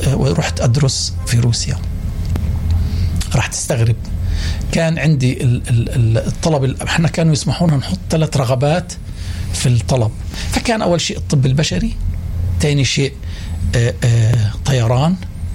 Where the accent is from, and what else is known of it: Gaza, Gaza Strip, Palestine; moved away as an adult; also born or lived in Bulgaria / Russia